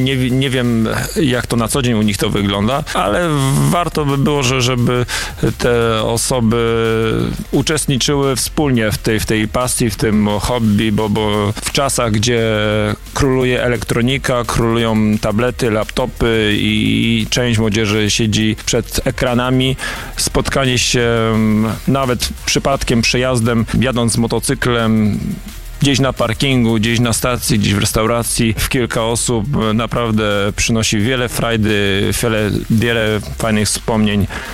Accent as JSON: {"language": "Polish", "town": "Słupca", "region": "Greater Poland Voivodeship", "country": "Poland", "said": "Flaga Słupcy i barwy Słupcy i to, że jesteśmy ze Słupcy i z powiatu słupeckiego"}